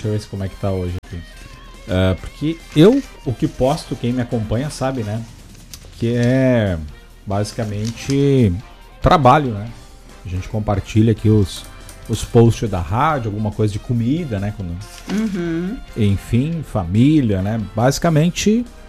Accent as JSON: {"language": "Portuguese", "country": "Brazil", "said": "sou brasileiro, torço pelo Brasil, obviamente, né?"}